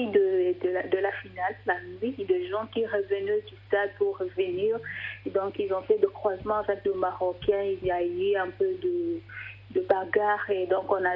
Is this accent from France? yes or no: no; DR Congo